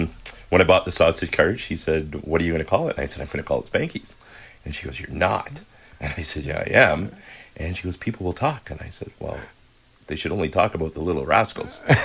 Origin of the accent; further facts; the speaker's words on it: Guelph, Ontario, Canada; I come from Guelph. There was a little hot dog stand. It's still there.